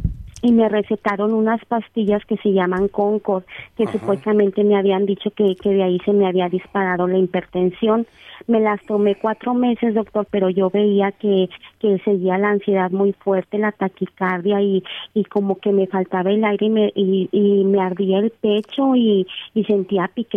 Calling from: Saltillo, Coahuila, Mexico; hablo de Saltillo, Coahuila, doctor.

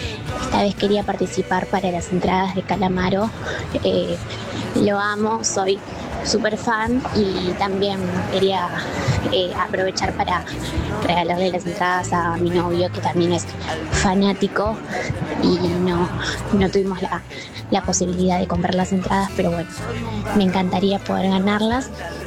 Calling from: San Miguel, Buenos Aires Province, Argentina; de San Miguel.

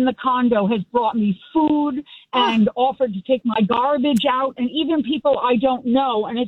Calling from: Richfield, United States; I moved into a condo in Richfield about 6 years ago.

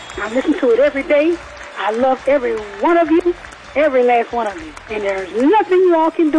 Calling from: Washington, District of Columbia, United States; calling from Washington, D.C.

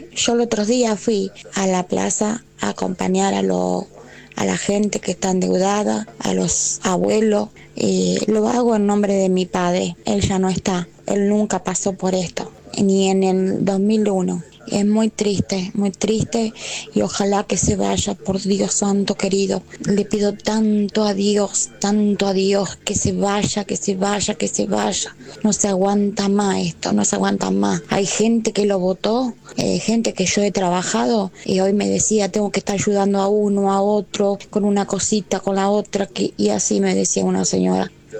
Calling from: San Cristóbal, Argentina; Bueno, bendiciones, Mario … de San Cristóbal.

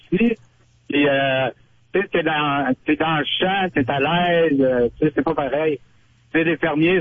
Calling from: Quebec City, Quebec, Canada; je viens de Québec

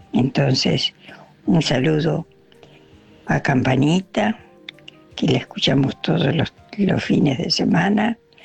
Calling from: Marcos Paz, Buenos Aires Province, Argentina; de Marcos Paz.

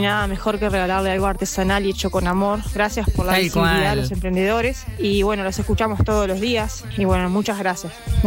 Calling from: Soriano, Uruguay; Soy acá de Soriano.

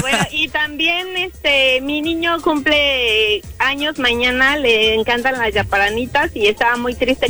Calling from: Salina Cruz, Oaxaca, Mexico; Salina Cruz, Oaxaca.

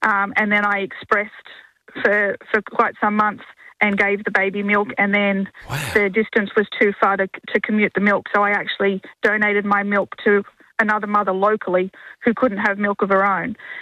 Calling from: Queensland, Australia; he was from New South Wales, I'm from Queensland.

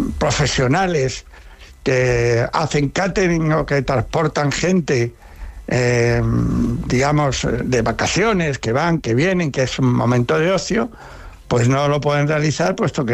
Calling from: Madrid, Community of Madrid, Spain; Yo soy de Madrid.

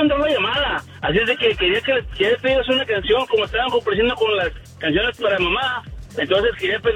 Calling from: Monterrey, Nuevo León, Mexico; qué orgullo ser regiomontano, porque yo soy de Monterrey

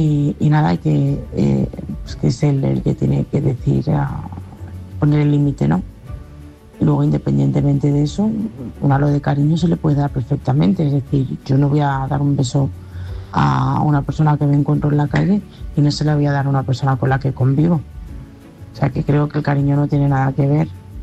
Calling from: Madrid, Community of Madrid, Spain; corresponsal de Madrid.

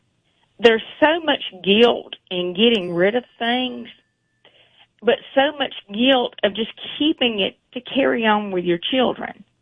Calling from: Alabama, United States; I'm from Alabama.

